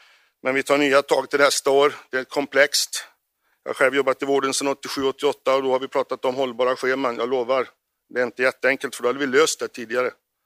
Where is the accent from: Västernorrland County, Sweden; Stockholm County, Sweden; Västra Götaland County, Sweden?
Västra Götaland County, Sweden; Arentorp; Och jag har lärt mig när jag säger att jag är från Varan. Det är jag ju inte för jag är från Arentorp.